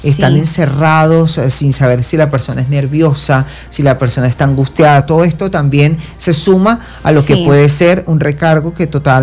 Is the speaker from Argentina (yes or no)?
no; Venezuela